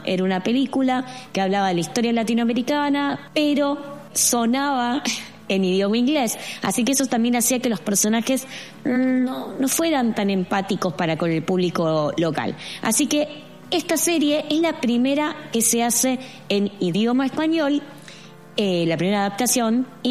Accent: Argentina

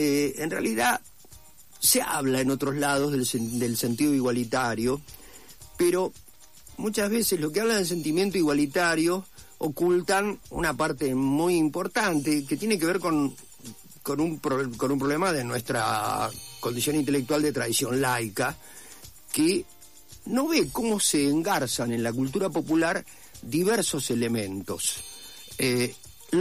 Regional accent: San Pedro, Buenos Aires Province, Argentina; Mi pueblo, San Pedro, Chivilcoy tenía una cosa muy particular con la cosa sarmientina

